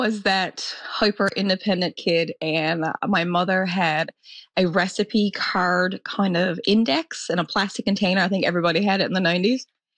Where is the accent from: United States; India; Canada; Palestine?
Canada; Triton, Newfoundland and Labrador; I'm very proud of my hometown. Triton is a beautiful place to live and the people are lovely.